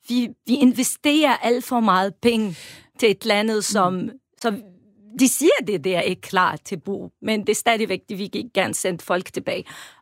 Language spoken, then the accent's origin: Danish; Homs, Homs Governorate, Syria; Danish is a second language; now in Denmark; Jeg kommer fra Homs